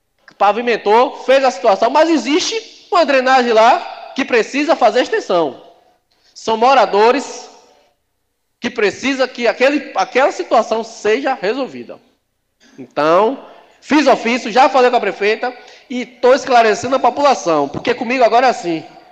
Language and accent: Portuguese; Conceição do Jacuípe, Bahia, Brazil; born there; minha localidade onde eu nasci